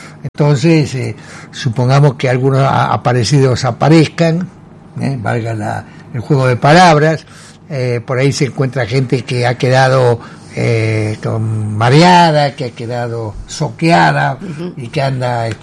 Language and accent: Spanish; Argentina; a nosotros como argentinos